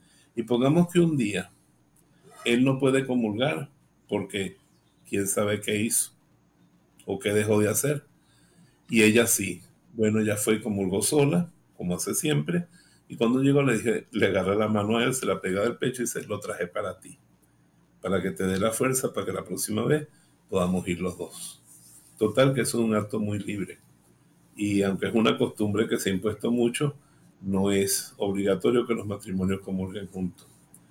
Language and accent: Spanish; Venezuela; Y hay cosas de la parroquia, como decimos los venezo